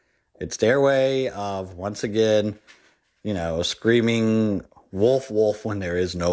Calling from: Sumter, South Carolina, United States; from Sumter here.

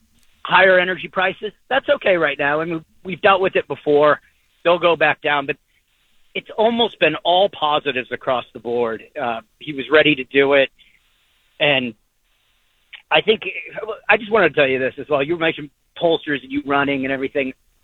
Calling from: Connecticut, United States; I'm in the middle of Connecticut right now.

